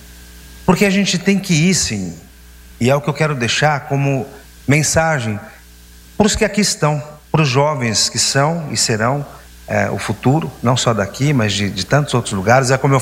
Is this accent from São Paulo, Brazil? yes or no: yes; Piraju, São Paulo, Brazil; moved away; Eu sou daqui. Eu nasci aqui em Piraju, morei no teto, andei descalço, joguei bolinha de gude, pé vermelho.